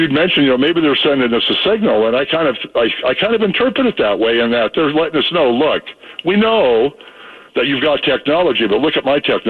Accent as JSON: {"language": "English", "town": "San Francisco", "region": "California", "country": "United States", "tie": "born there", "moved": "yes", "lives_now": "Washington, United States", "said": "we went up to a hill out of San Francisco where I was living there, my mom and dad"}